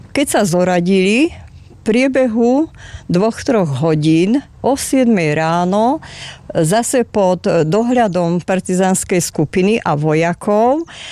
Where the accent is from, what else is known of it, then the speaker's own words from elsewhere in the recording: Sklené, Žilina Region, Slovakia; zo sklaného nemeckej dediny, ktorá sa volala kedysi Glazerhau a leží v oblasti Haverlandu.